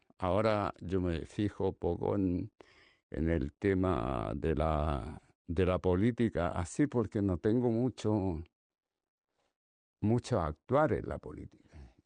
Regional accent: Chile; en Chile yo me doy cuenta que siempre estamos experimentando

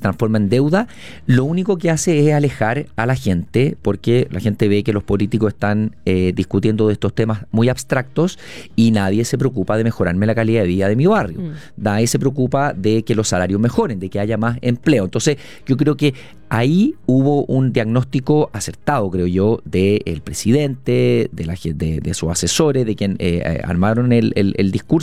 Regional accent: Chile; en chileno se dice calma y tiza

